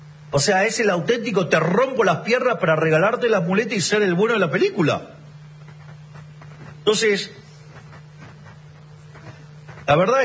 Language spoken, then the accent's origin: Spanish; Argentina; nosotros que somos tan argentinos, la argentinidad del padre y todas esas cosas